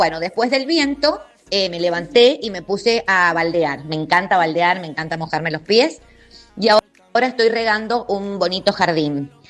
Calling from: Villanueva, Argentina; de Villanueva

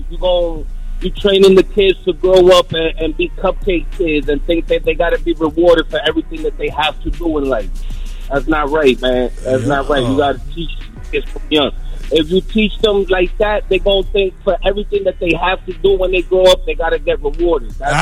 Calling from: New York City, New York, United States; from the Bronx.

